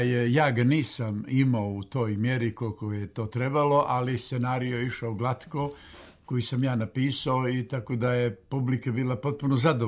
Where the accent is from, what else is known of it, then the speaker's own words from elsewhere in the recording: Berane, Berane Municipality, Montenegro; Zaista mi je drago vratiti se u ovaj studio u mom rodnom gradu i uvijek se sjećam sjajno kada dođemo u studiju Radio Berana.